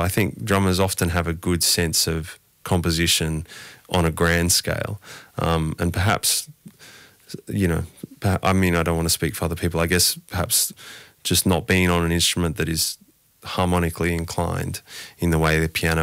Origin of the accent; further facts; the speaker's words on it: Castle Hill, New South Wales, Australia; In the hills. I grew up in Castle Hill.